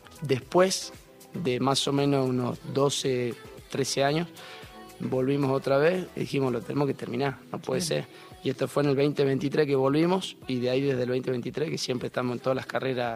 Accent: Jujuy, Argentina; nosotros siendo jujeños

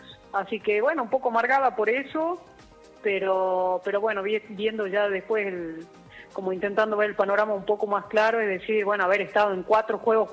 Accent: Jujuy, Argentina; el honor más grande de decir, soy jujeña en una delegación argentina

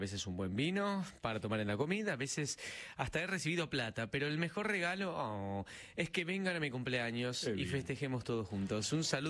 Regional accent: Remedios de Escalada, Buenos Aires Province, Argentina; Muy bien, hola chicos … de Remedios de Escalada.

